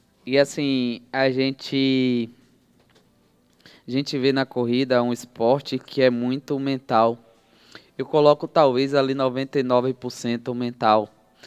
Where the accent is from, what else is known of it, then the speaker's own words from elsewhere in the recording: Maceió, Alagoas, Brazil; moved away; Maceió, minha cidade natal